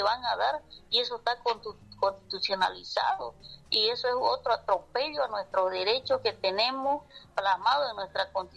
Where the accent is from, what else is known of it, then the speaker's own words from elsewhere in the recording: Bolivia; Nosotros como bolivianos estamos en el pleno derecho de poder hacer nuestras protestas